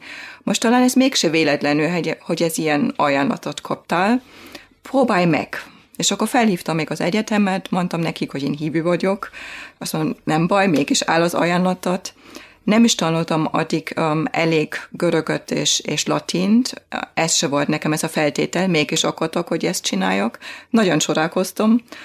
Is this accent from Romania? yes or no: no; Dresden, Saxony, Germany; Hungarian is a second language; moved away as an adult; now in Hungary; én Németországban születtem, még jobban NDK-ban, annak az idején, Dresdában, egy nagyon szép városban. Egy hívő családban, és 4 testvérek voltunk.